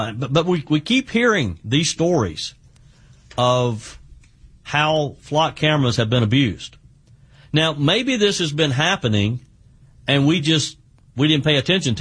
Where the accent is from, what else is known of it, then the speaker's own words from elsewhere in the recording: South Carolina, United States; Let's stay in my home state of South Carolina.